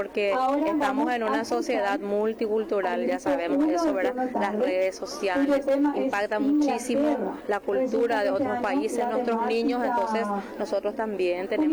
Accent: Paraguay; idioma el castellano y el guaraní, somos bilingües, nuestro origen son los indígenas, ¿verdad?

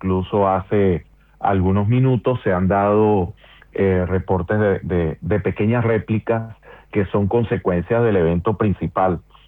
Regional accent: Venezuela; nos ha caracterizado como venezolanos, pero también como iglesia

